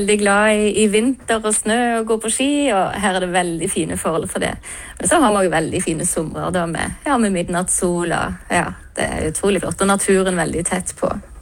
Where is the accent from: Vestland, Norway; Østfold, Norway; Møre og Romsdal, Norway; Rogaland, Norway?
Rogaland, Norway; Stavanger; moved away as an adult; now in Troms, Norway; jeg kommer fra Stavanger opprinnelig, men nå har jeg bodd her oppe i 25 år og trives veldig, veldig godt her.